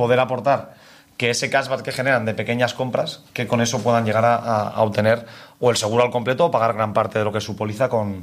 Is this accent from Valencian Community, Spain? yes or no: yes; Valencia, Valencian Community, Spain; yo no soy de Alcoy, soy de Valencia